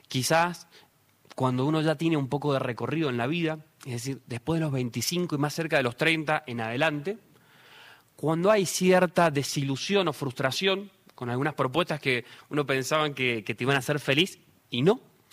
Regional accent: Argentina; creo que Messi, como un argentino común que nos representa

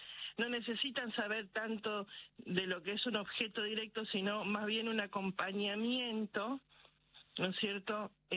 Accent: Misiones, Argentina; now in Buenos Aires, Argentina; Yo soy de Misiones.

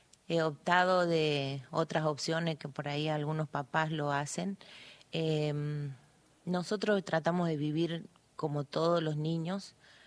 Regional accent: Palpalá, Jujuy, Argentina; Nosotros somos de Palpalá. Nosotros en Palpalá, que yo esté al tanto, son tres niños.

